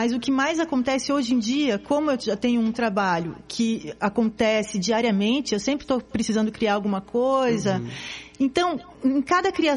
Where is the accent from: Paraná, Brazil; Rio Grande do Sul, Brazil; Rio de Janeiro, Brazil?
Paraná, Brazil; Curitiba; also born or lived in Morretes; Eu sou de Curitiba, mas eu vivi muito tempo em Morretes. As férias de infância sempre foram em Morretes.